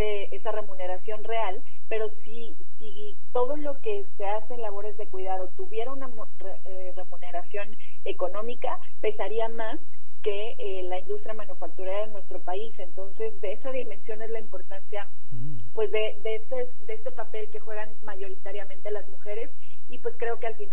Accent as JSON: {"language": "Spanish", "country": "Mexico", "said": "como mexicanos somos mucho más dados"}